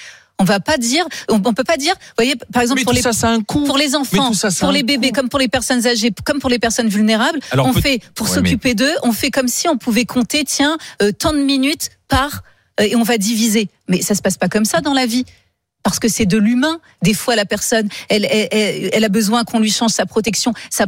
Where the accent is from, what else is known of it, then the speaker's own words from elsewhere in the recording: Poitiers, Nouvelle-Aquitaine, France; parce que moi, j'ai grandi à Poitiers